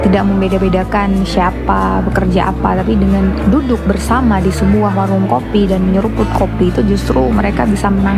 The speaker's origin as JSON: {"language": "Indonesian", "region": "Aceh", "country": "Indonesia", "said": "masyarakat kita Aceh"}